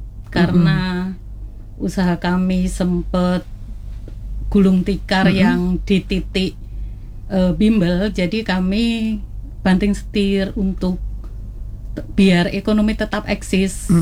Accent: Special Region of Yogyakarta, Indonesia; born there; Kebetulan kami lahir di daerah Kokap, Kabupaten Kulon Progo, yang di atas bukit sana itu hanya bisa tumbuh singkong saat itu yang hidup subur karena kurang air

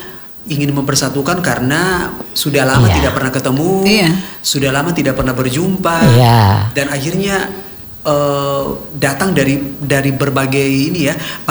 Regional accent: Makassar, South Sulawesi, Indonesia; born there; SMP di Makassar.

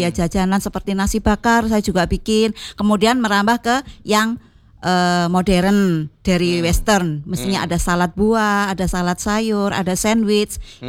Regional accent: Java, Indonesia; kami ini orang Jawa, Bapak itu orang Jawa.

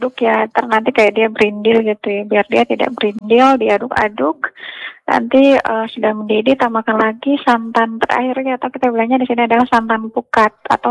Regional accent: Maluku, Indonesia; also born or lived in Southeast Sulawesi; walaupun saya asli Sulawesi Tenggara, sudah berdomisili di Maluku ya dari mulai umur 2 tahun

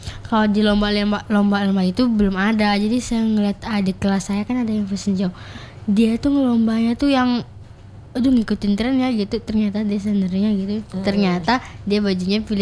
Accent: Kalimantan, Indonesia; now in Yogyakarta, Indonesia; saya sendiri orang Kalimantan ya.

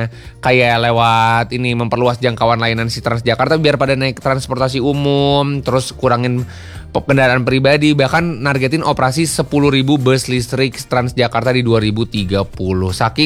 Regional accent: Bandung, West Java, Indonesia; saya juga walaupun sebagai warga Bandung

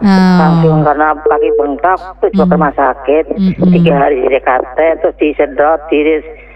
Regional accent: Purwakarta, West Java, Indonesia; Aku asli Purwakarta

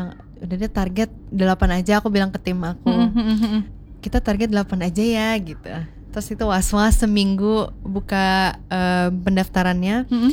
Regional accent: Bekasi, West Java, Indonesia; moved away as an adult; now in Surabaya, Indonesia; Aku asli Bekasi.

